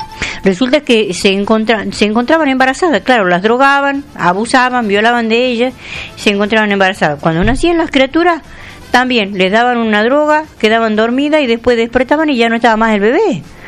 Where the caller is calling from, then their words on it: Argentina; soy argentina